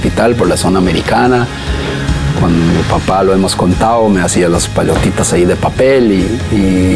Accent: Limón, Costa Rica; Yo nací aquí en Limón. Limón, Yumiecatón, el famoso Yumiecatón, aquí por donde está el hospital, por la zona americana.

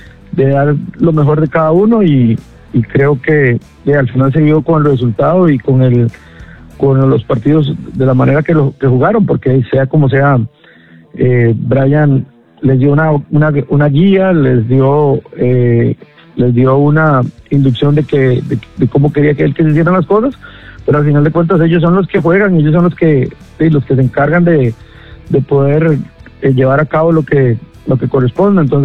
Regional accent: Costa Rica; Creo que uno como costarricense siempre a la selección nunca le puede decir que no

